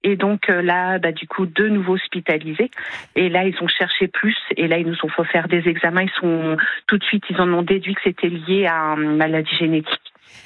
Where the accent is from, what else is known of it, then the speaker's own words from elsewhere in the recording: Saumur, Pays de la Loire, France; Moi, je suis de Saumur, ils m'ont dit, il faut aller ranger.